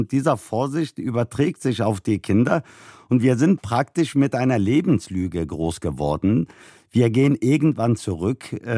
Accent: Cologne, North Rhine-Westphalia, Germany; meine Geschichte beginnt in Köln-Mühlheim in einer Arbeiterfamilie mit türkischer Migrationsgeschichte.

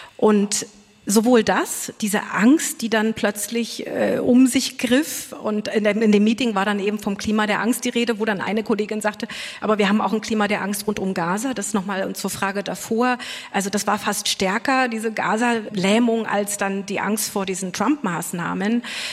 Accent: East Germany, Germany; Ich bin ja in der DDR aufgewachsen, war 13, als die Mauer gefallen ist

